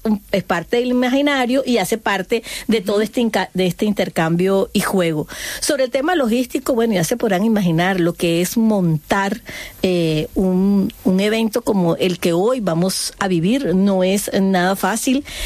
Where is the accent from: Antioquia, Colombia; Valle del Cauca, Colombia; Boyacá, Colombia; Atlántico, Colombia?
Atlántico, Colombia; Barranquilla; A ver, los barranquilleros nos damos el lujo de nacer en cualquier lugar del mundo, así que nada más es pisar Barranquilla